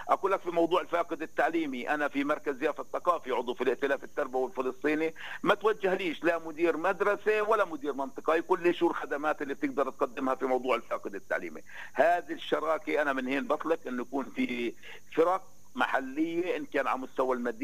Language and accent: Arabic; Palestine; احنا دائما كفلسطينيين